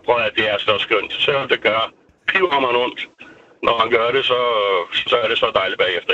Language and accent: Danish; Faroe Islands; nu er jeg født opvokset på Færøerne